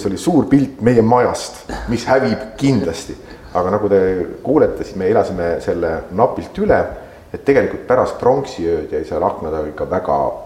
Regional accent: Tartu, Tartu County, Estonia; also born or lived in Tallinn; No tegelikult ma olen ju sündinud ja üles kasvanud Tartus.

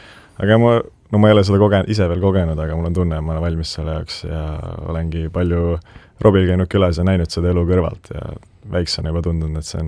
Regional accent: Võru, Võru County, Estonia; Võrus, kui ma käisin lasteaias

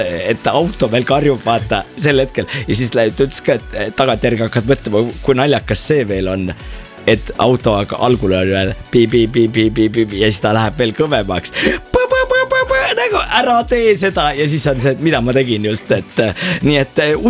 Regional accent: Võru, Võru County, Estonia; ma olen Võrust pärit

